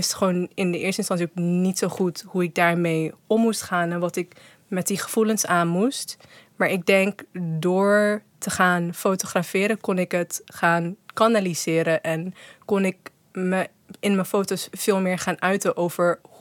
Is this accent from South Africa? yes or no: yes; South Africa; ik ben Zuid-Afrikaans en ik ben Nederlanders